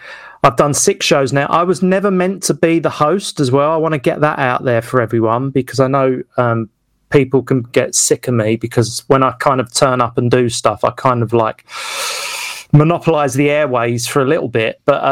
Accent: Westcliff, East of England, United Kingdom; doing a show in Westcliff in my hometown, but having an American compere, I thought that was going to sound cool, you know.

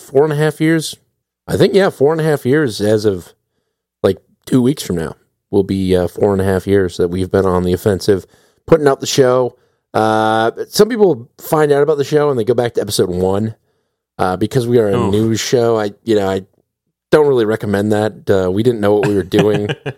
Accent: Wisconsin, United States; Welcome. I'm from Wisconsin.

